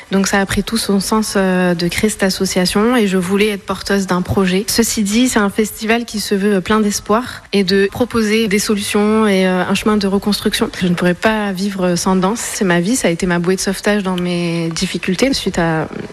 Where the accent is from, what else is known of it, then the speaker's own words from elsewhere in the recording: Fréjus, Provence-Alpes-Côte d'Azur, France; moved away as an adult; Je suis une petite varoise. Je viens de Fréjus parce que mon papa était dans la marine. Je suis restée jusqu'à 25 ans